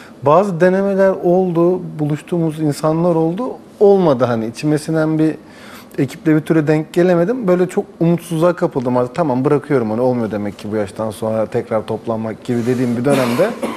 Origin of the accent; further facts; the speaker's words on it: İzmir, Turkey; İzmirliyim ben de. Doğma büyüme.